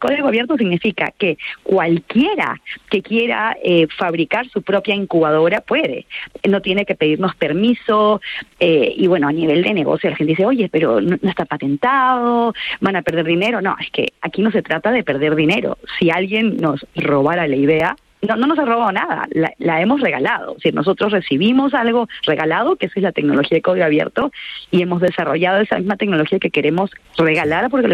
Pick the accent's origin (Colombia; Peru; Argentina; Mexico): Peru; now in Spain; Yo soy una persona muy creyente y terminé en España. Yo soy peruana, terminé en España no por casualidad